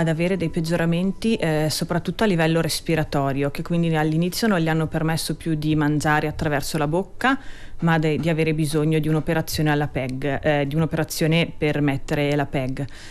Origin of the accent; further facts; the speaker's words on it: Trentino-Alto Adige, Italy; Sono della Val di Non.